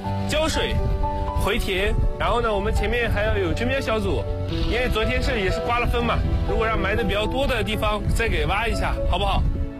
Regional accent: Minqin, Gansu, China; moved away; 风把沙子刮得和墙一样高了，羊就可以顺着沙子走到这个房上。我就觉得我们家乡太难了，我现在还年轻，

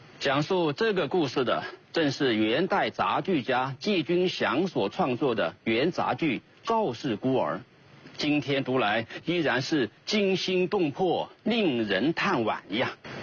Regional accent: China

